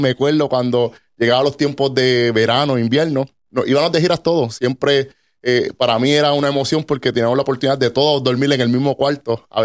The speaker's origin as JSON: {"language": "Spanish", "town": "Isabela", "country": "Puerto Rico", "tie": "born or raised there", "also_born_or_lived": "Aguadilla, Puerto Rico", "said": "Soy de noroeste de Puerto Rico. Soy nacido en Aguadilla, pero criado en Isabela. Junto con mis padres, mis hermanos, tengo dos hermanos mayores. Yo soy el menor de la casa y junto con … … Vengo de este humilde pueblo"}